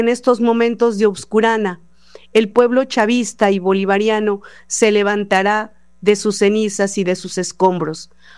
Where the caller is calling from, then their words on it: Mexico; desde México queremos enviar un saludo